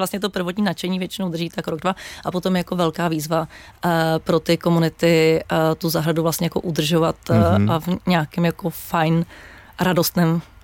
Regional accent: Prague, Czechia; Protože jsem holka z Jižáku a strávila jsem na jižním městě vlastně celé svoje mládí

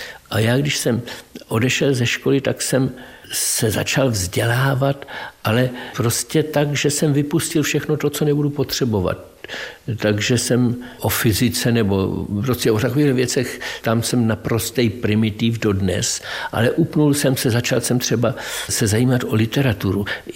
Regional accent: Prague, Czechia; Byli jsme oba ze Spořilova

